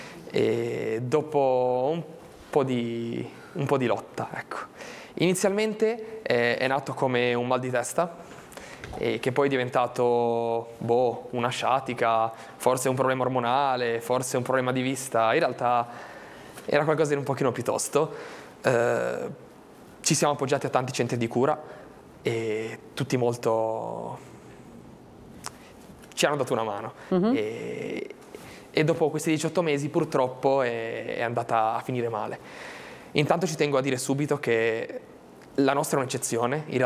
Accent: Albenga, Liguria, Italy

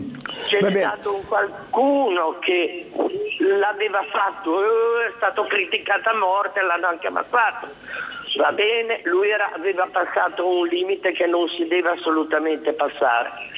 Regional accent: Genoa, Liguria, Italy; sono di Genova.

